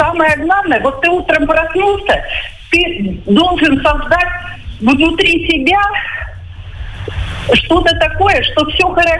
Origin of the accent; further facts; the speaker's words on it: Novosibirsk Oblast, Russia; born there; now in Sevastopol; Представьте, я училась в село Новомихайловска Новосибирской области.